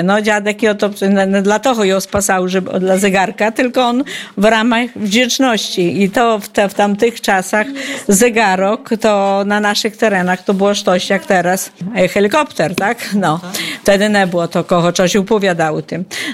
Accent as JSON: {"language": "Polish", "town": "Szerszenie", "region": "Podlaskie Voivodeship", "country": "Poland", "tie": "born or raised there", "lives_now": "Siemiatycze, Poland"}